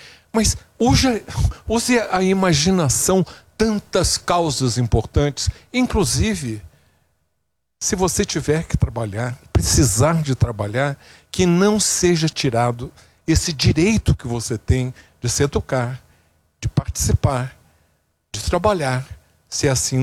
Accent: Rio de Janeiro, Brazil; Eu que sou do Rio

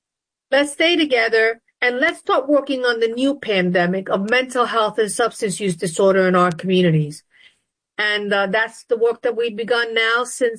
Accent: New York City, New York, United States; also born or lived in Newark, New Jersey; I grew up in the South Bronx. And we lived in the Bronx and commuted to church every day in Harlem. And I grew up during the civil rights movement.

